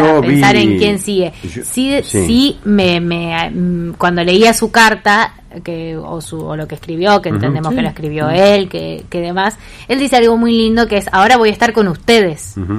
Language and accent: Spanish; Argentina